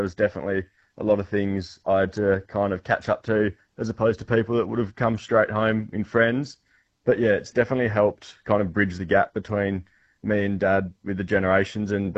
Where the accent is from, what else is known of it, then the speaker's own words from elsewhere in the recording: Western Australia, Australia; also born or lived in Perth; Grew up, born and raised in Quarter and then moved away and studied an agribusiness degree at Curtin in Perth for 3 years before coming home.